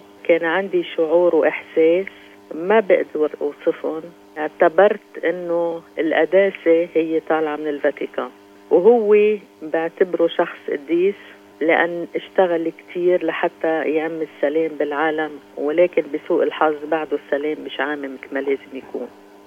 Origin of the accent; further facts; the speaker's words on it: Lebanon; قديش نحن منحبه كلبنانية